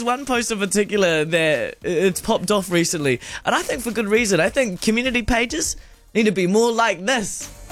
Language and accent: English; Pukekohe, Auckland, New Zealand; I'm from Pukekohe and I'm still on it. I'm still on the Franklin grapevine.